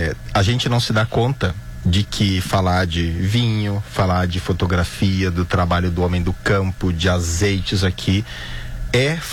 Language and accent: Portuguese; Rio Grande do Sul, Brazil; isso também é parte da nossa cultura como um todo, enquanto gaúchos